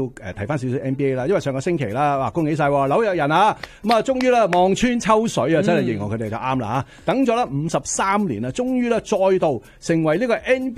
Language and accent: Cantonese; Hong Kong; 我哋香港人